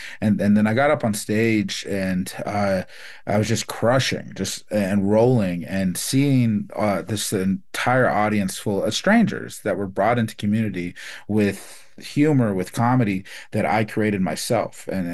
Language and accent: English; Phoenix, Arizona, United States; also born or lived in Vanderwagen, New Mexico; So I grew up in living in Phoenix, and then for winters and summers, I'd go back with my mom up in Vanderwagen, New Mexico, and just live out there on the res.